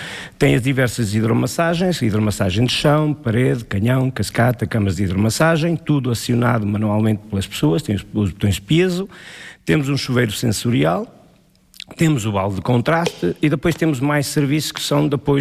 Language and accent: Portuguese; Penalva do Castelo, Centro, Portugal; born there; also born or lived in Canada; Os meus pais são daqui do concelho, eu nasci no Canadá, os meus pais foram imigrantes, regressámos para cá com 8 anos, formei-me cá, tirei toda a formação cá, e eu costumo dizer que se alguém gosta de Penalva, ninguém gosta mais do que eu.